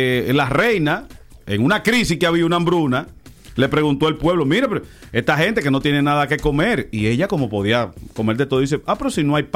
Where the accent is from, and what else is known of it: Dominican Republic